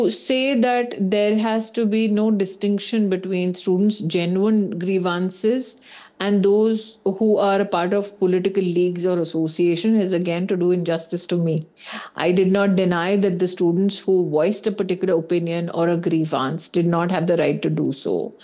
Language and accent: English; India; I think that if you ask me as an Indian citizen, my opinion on how citizens congregated in Pune, how citizens who are young are congregating in Jharkhand.